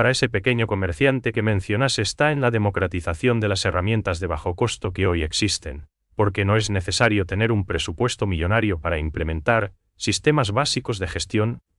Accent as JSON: {"language": "Spanish", "country": "Paraguay", "said": "nos define como paraguayos"}